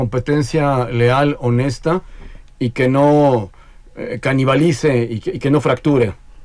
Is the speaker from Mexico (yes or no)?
yes; Mexico